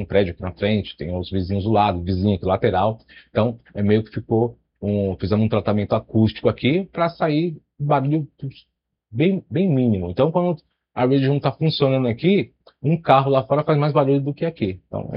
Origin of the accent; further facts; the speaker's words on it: São Paulo, Brazil; Cidade de Tiradentes é a zona leste de São Paulo, extremo leste de São Paulo, né? A gente é de lá, da cidade de Tiradentes.